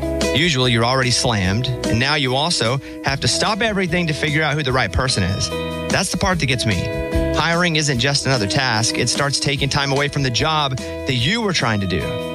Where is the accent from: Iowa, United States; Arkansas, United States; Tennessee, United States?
Arkansas, United States; Mountain Pine; moved away; Why did you go to my hometown